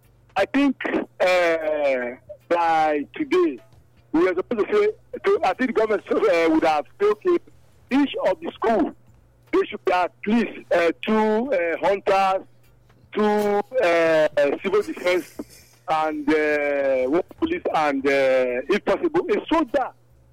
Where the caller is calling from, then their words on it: Nigeria; I'm calling from Isa.